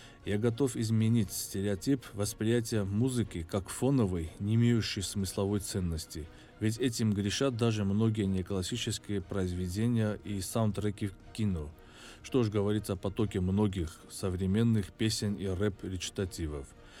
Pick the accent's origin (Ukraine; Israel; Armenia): Armenia; Yerevan; Родился я в Армении, прекрасной северной части страны, городе Ереван.